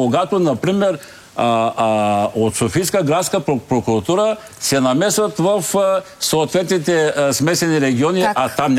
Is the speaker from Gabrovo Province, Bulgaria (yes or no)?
no; Razgrad, Razgrad Province, Bulgaria; moved away as an adult; now in Sofia, Bulgaria; Ние с вашия колега сме от Разград и аз, например, когато преди 32 години пристигнах в София